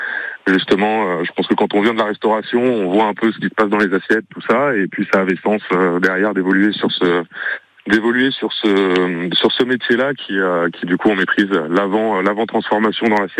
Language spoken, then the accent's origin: French; Auvergne-Rhône-Alpes, France; also born or lived in Paris region; now in Périgord, France; originairement je suis du Cantal